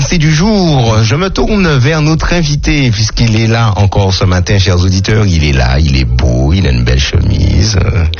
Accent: Martinique; chez nous en Martinique.

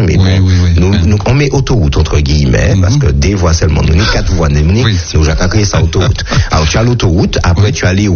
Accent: Martinique, France; Parce que l'hypertension artérielle, c'est la maladie numéro une chez nous en Martinique.

